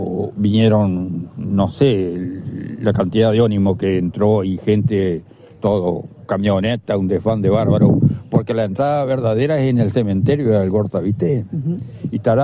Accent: Paso de la Cruz, Río Negro, Uruguay; moved away; Yo soy oriundo de Paso de la Cruz, pero estoy en Nuevo Orleans hace 45, 46 años. Sí. Yo me fui muy joven de Paso de la Cruz. Pero estoy viviendo actualmente, tengo mi familia en Berlín.

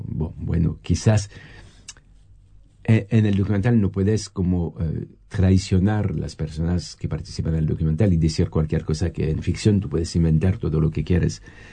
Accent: France; accent: French; Spanish is a second language; Sí, guardando mi acento francés.

